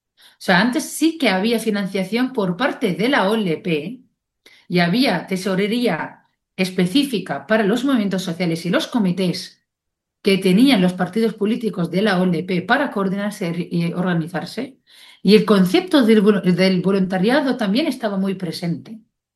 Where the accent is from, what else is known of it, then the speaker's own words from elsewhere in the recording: Beit Sahour, West Bank, Palestine; Spanish is a second language; moved away; en Bet Zahur, en mi pueblo